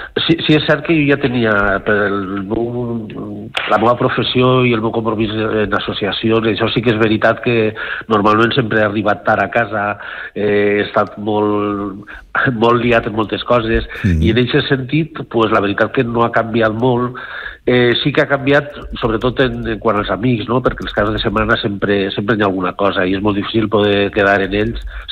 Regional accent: Benicarló, Valencian Community, Spain; born there; Jo vaig néixer a Benicarló, tota la família per part de pares, des de fa molts... moltes generacions d'ací de Benicarló

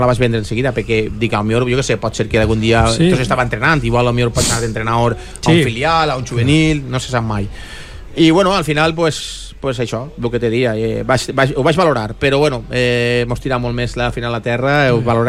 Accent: Valencian Community, Spain; moved away as an adult; now in Valencia, Spain; jo mantinc una casa allí en el meu poble

